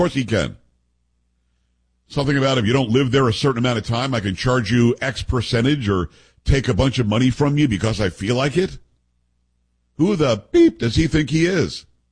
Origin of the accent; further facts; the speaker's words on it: Copiague, New York, United States; I'm from Long Island. I was born in Amityville. Copaig is my hometown. As the crow flies, probably 20 minutes to New York City.